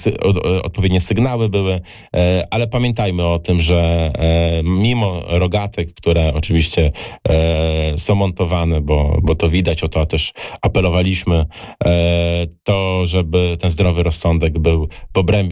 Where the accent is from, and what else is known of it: Łomża, Podlaskie Voivodeship, Poland